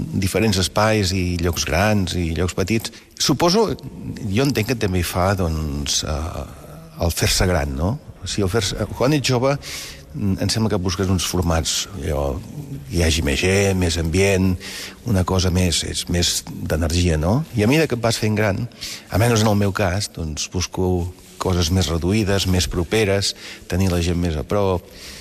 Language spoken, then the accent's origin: Catalan; Banyoles, Catalonia, Spain; moved away as an adult; Jo sóc de Banyoles.